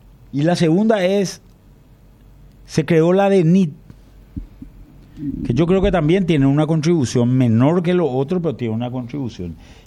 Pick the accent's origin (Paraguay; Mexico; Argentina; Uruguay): Paraguay